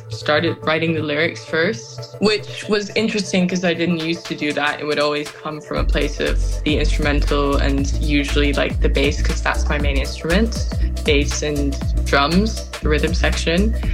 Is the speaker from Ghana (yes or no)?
no; Amsterdam, North Holland, Netherlands; Yeah, it's funny because I grew up in Amsterdam